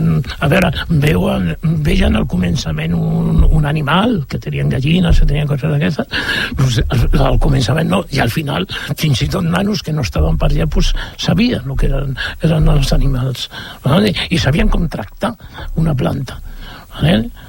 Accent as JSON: {"language": "Catalan", "town": "Barcelona", "region": "Catalonia", "country": "Spain", "said": "jo soc de Barcelona, jo sí, granges tampoc sabia en el seu moment"}